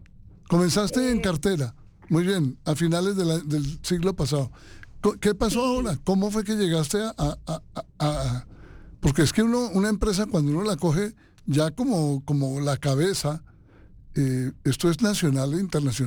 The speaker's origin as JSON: {"language": "Spanish", "town": "Bogotá", "region": "Bogotá Capital District", "country": "Colombia", "moved": "yes", "said": "yo soy bogotano, aunque ya no habito la ciudad porque no me la soporto."}